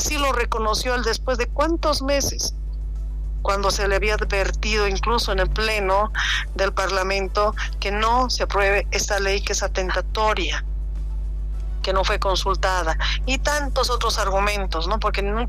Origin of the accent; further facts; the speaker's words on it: Santa Cruz, Bolivia; mi querida tierra o algunos personajes de mi tierra, Santa Cruz